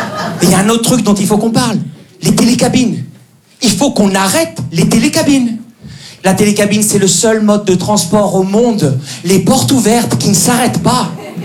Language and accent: French; Belgium; born or raised there